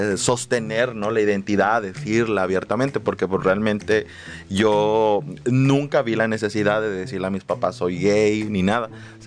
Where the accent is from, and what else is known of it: Petaquillas, Guerrero, Mexico; born there